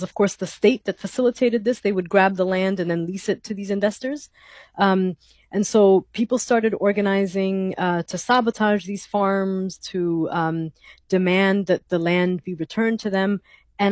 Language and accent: English; Sudan; So I'm originally from Sudan